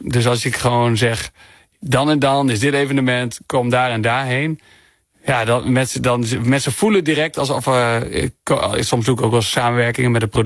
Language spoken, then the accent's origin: Dutch; Groningen, Netherlands; ik kom zelf dus ook uit Oost-Groningen 0597